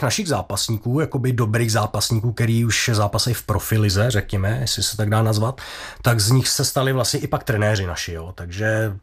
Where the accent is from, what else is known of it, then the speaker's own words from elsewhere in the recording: Nový Bor, Liberec Region, Czechia; now in Liberec, Czechia; já jsem se, řekněme, přiženil jsem do Liberce z Nového Boru a čekali jsme i narození syna v roce 2008